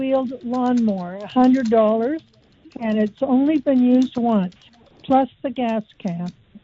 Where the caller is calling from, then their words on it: McCreary, Manitoba, Canada; I'm phoning from McCreary